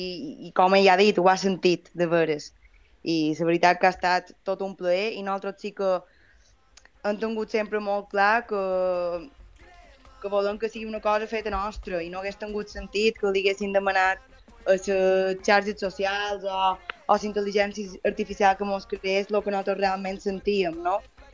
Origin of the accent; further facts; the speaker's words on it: Porreres, Balearic Islands, Spain; Som de Porreres